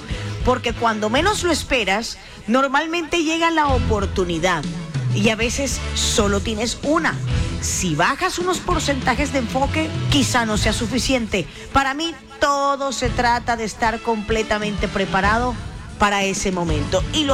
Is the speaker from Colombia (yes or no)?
no; Mexico; Esta mujer no nos representa como mexicanos